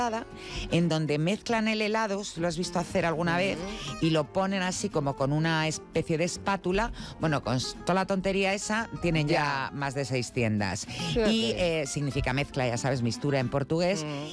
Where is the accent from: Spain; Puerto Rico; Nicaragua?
Spain; Madrid, Community of Madrid; born there